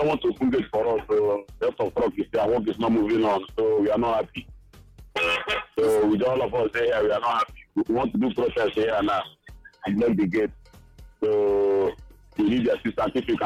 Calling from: Enugu State, Nigeria; I'm calling from Amabriwe, Enugu.

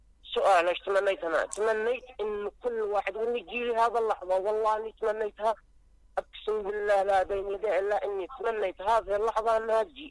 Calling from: Yarim, Ibb, Yemen; أنا من يريم.

